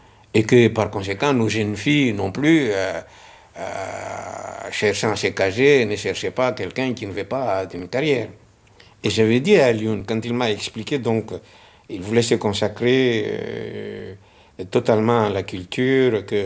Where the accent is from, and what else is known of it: Madagascar